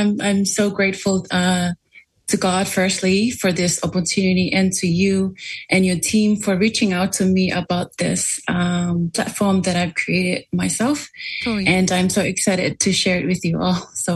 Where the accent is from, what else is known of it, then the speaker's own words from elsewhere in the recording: Vava'u, Tonga; now in Nuku'alofa, Tonga; I hail all the way from the Kingdom of Tonga, originally from my paradise home, Ova'u, also known as Kololo Alai Valu.